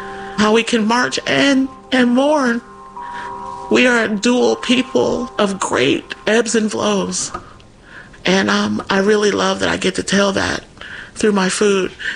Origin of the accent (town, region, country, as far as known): Louisiana, United States